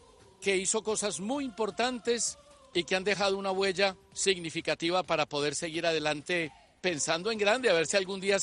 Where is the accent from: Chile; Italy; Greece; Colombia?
Colombia; Yo la verdad es que no entiendo a mi pueblo, no entiendo a mi Colombia querida.